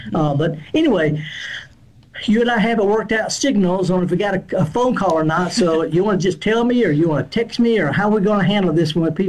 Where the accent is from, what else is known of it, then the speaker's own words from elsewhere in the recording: Indianola, Mississippi, United States; This is a picture that I took near my hometown of Indianola, up in the middle of the Delta.